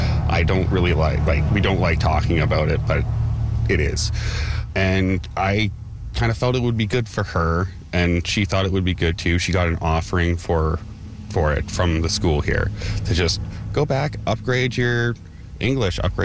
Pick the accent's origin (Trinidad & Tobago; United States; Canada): Canada; Saskatoon, Saskatchewan; I've lived here for about 5 years now. I moved here from Saskatoon, actually. Born and bred in Saskatoon. I'm 35 years old.